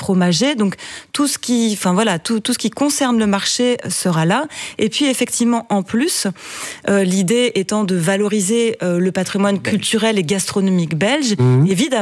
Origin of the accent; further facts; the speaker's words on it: France; accent: French; moved away as an adult; now in Brussels, Belgium; mon accent français.